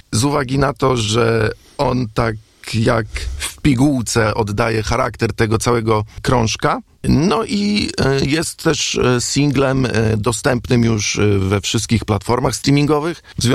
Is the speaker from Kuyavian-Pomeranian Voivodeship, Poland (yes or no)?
yes; Bydgoszcz, Kuyavian-Pomeranian Voivodeship, Poland; now in Toruń, Poland; No urodziłem się i dorastałem na osiedlu leśnym w Bydgoszczy.